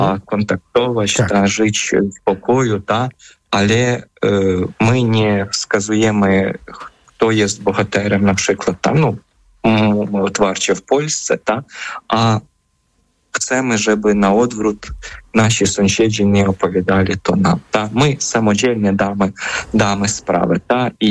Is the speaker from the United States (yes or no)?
no; Ukraine; Polish is a second language; jesteśmy Ukraińcami